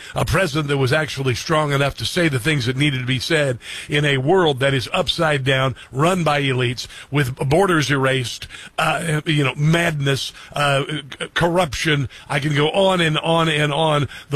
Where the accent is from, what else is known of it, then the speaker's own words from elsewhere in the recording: Iowa, United States; moved away; also born or lived in Nebraska / Kansas; Texas, Alaska, Nebraska favors the GOP, my home state originally, grew up in Iowa, though, and Kansas, where I most recently lived for 10 years.